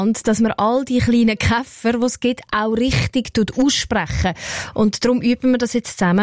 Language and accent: German; Lucerne, Switzerland; Und ich bin ja aus dem Luzerner Hinterland.